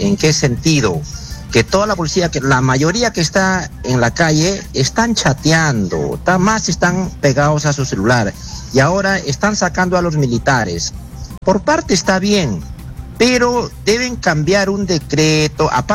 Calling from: Lima, Peru; llamo de acá de Lima

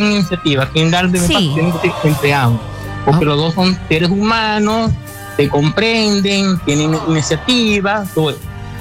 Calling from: Barcelona, Anzoátegui, Venezuela; estoy llamando de Barcelona, Venezuela.

